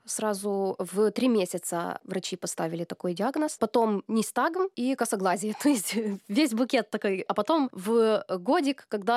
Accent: Chernivtsi, Chernivtsi Oblast, Ukraine; moved away as an adult; now in Belarus; Я из Украины, город Черновцы, маленький Париж его еще называют. Там очень-очень красивая архитектура, очень такой славный город. Мне 30 лет, в Беларуси уже живу 6 лет.

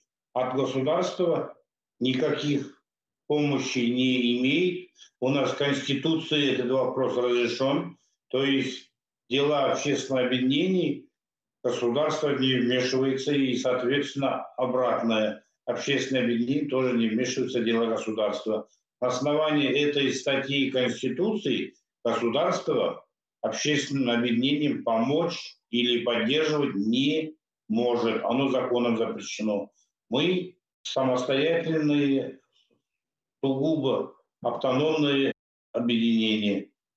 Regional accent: Kazakhstan

